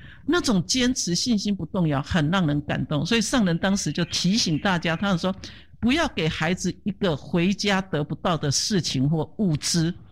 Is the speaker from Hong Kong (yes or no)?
no; Taiwan; 不过我们台湾人的确天天洗澡哈，不可思议。